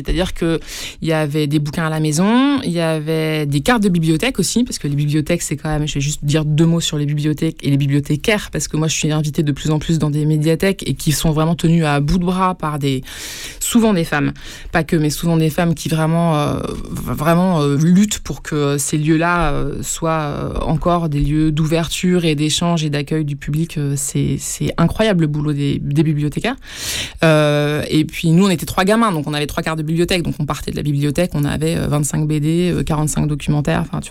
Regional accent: Paris, Île-de-France, France; born there; Parisienne de naissance.

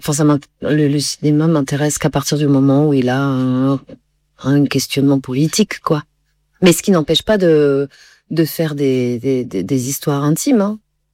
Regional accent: Grand Est, France; moved away; Donc moi, j'ai grandi dans la Marne, mais c'était pas par choix.

